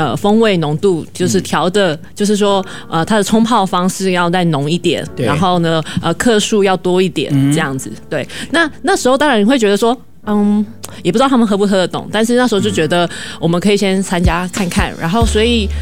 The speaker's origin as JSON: {"language": "Chinese", "country": "Taiwan", "said": "我们台湾人喝茶呢就是喜欢那种香气、"}